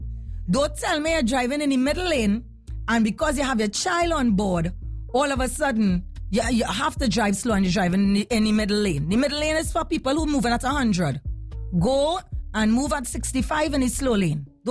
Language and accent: English; Santa Cruz, Trinidad & Tobago; I come from Santa Cruz, you know.